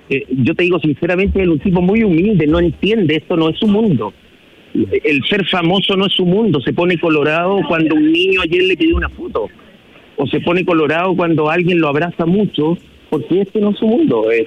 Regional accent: Chile; Y bueno, y yo le digo, soy chileno, y en fin, y él me contesta, y sé que me quieren, hay que ver.

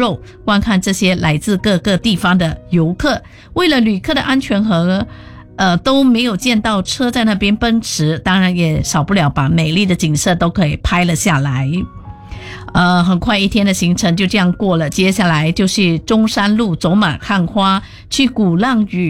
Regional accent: Malaysia; 我们这群从马来西亚来的

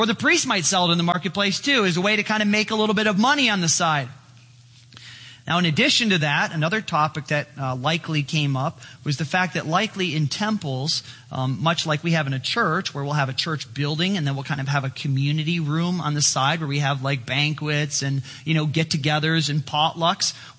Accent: Chicago, Illinois, United States; Well, back in Chicago, there was a casino in my hometown.

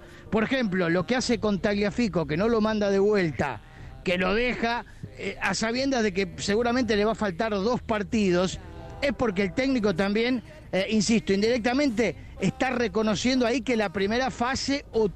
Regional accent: Ceres, Santa Fe, Argentina; born there; Nací en Ceres, Gaby.

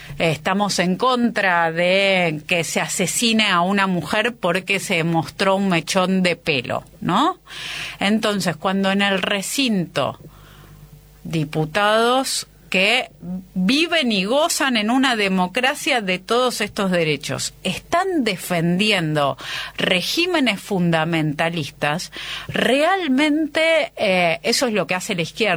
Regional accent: Argentina; Nosotros, como argentinos

